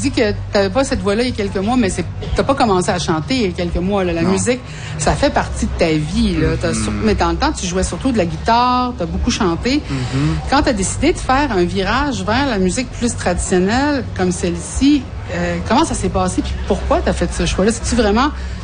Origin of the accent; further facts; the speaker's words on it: Maliotenam, Quebec, Canada; moi je suis de Maliotenam